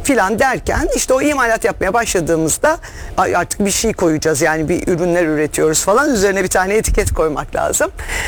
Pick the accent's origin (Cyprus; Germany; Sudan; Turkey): Turkey; Adapazarı, Sakarya; moved away as an adult; 66 yılında Adapazarı'nda doğdum. İşte ilkokul, ortaokul, lise. Onlar Adapazarı'nda oldu.